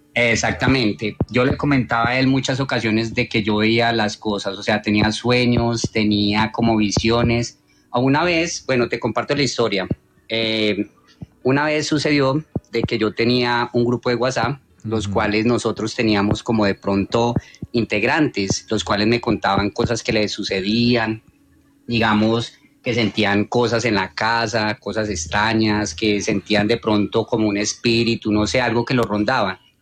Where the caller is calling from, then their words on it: Medellín, Antioquia, Colombia; Desde Medellín.